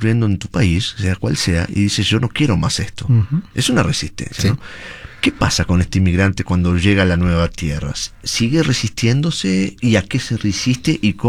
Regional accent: Peru; creo que como peruano, me parece que los peruanos lo defienden a capa y espada

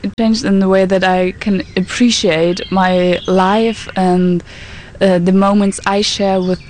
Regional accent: Dresden, Saxony, Germany; moved away as an adult; I'm 19 years old and I'm from Germany, from Dresden.

